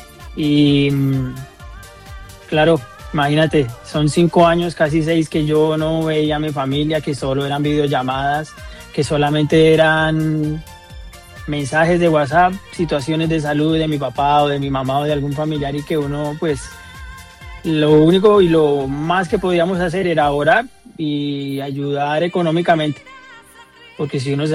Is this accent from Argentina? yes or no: no; Colombia; moved away as an adult; now in Barcelona, Spain